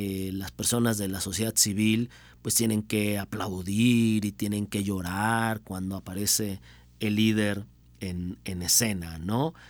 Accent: Mexico; para una sociedad como la mexicana

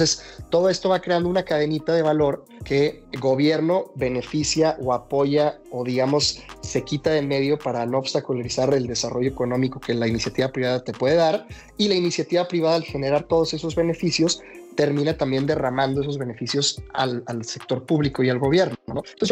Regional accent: Mexico; lugar en el que orgullosamente digo que soy mexicano

